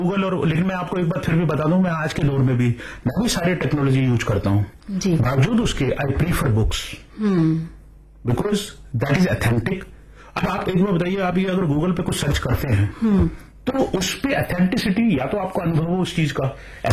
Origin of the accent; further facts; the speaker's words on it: Delhi, India; born there; मैंने आपको बताया मैं दिल्ली में पैदा हुआ हूं but I belong to Himachal Pradesh Hamirpur district